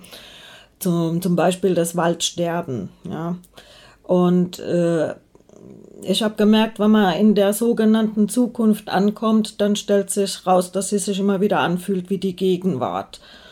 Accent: Hesse, Germany; born there; ich stamme ja aus Hessen gebürtig

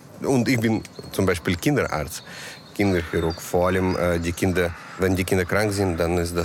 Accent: Russia; German is a second language; now in Kiel, Germany; Russland.

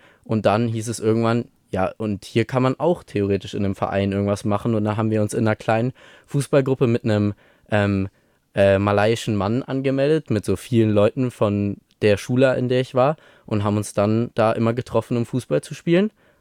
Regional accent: Stuttgart, Baden-Württemberg, Germany; born there; bin ich in Stuttgart geboren worden

